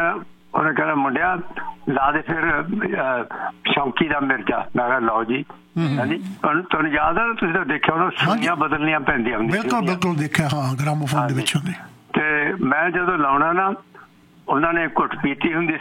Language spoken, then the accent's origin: Punjabi; Mangli Uchi, Punjab, India; ਮੇਰਾ ਪਿੰਡ ਹੈਗਾ ਮੰਗਲੀ ਉੱਚੀ